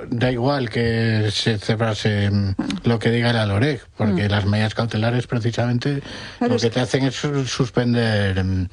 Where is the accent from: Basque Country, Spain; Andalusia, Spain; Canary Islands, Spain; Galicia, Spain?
Galicia, Spain; now in Madrid, Spain; yo soy gallego y como he sido en Madrid, voto en las autonómicas de Madrid.